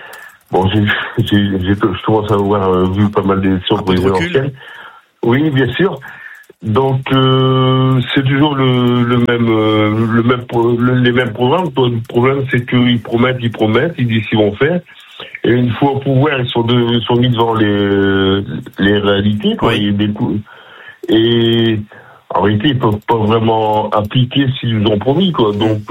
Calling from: Hauts-de-France, France; j'habite dans le nord de la France, un petit village près de Valenciennes.

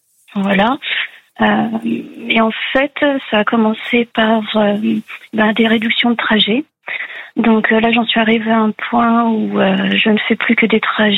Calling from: Montluçon, Auvergne-Rhône-Alpes, France; J'appelle de l'Allier, de Montluçon.

